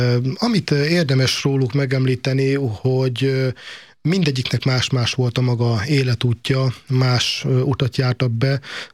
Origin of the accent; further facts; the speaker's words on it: Nyíregyháza, Szabolcs-Szatmár-Bereg, Hungary; Nyíregyházi lévén legközelebb hozzám földrajzi szempontból Miskolc esik